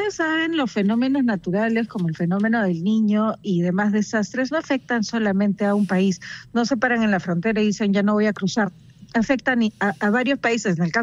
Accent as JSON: {"language": "Spanish", "country": "Peru", "said": "como peruanos compatriotas del Papa"}